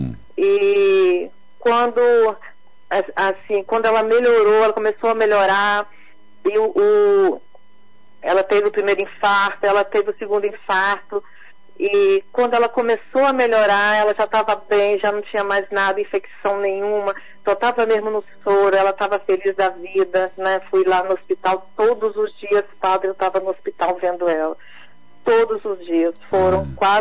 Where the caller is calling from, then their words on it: Guarapari, Espírito Santo, Brazil; Eu falo de Guarapari, no Espírito Santo.